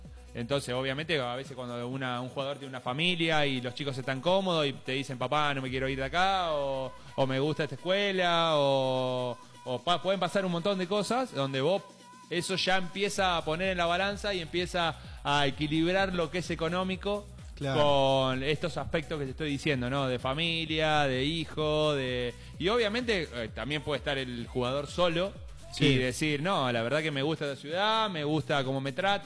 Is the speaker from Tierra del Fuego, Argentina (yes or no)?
no; Junín, Buenos Aires Province, Argentina; now in Santiago del Estero, Argentina; Yo soy de Junín, provincia de Buenos Aires. Queda 250 kilómetros de la capital al noroeste.